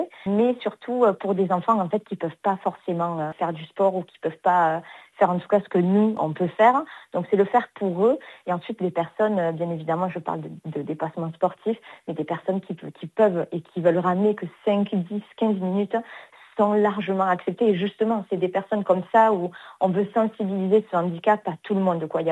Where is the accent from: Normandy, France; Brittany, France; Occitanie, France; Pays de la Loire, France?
Occitanie, France; Sète; also born or lived in Béziers / Florensac; now in Toulouse, France; Alors moi je suis née à Béziers, j'ai grandi ensuite à Florensac et ensuite à Sète. Aujourd'hui, je vis à Toulouse avec mes 2 enfants et mon mari